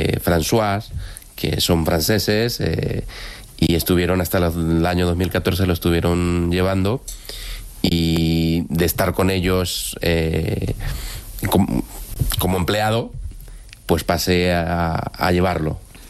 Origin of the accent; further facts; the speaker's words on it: Paraguay; now in Spain; Bueno, yo llevo 22 años aquí, pero soy de Paraguay.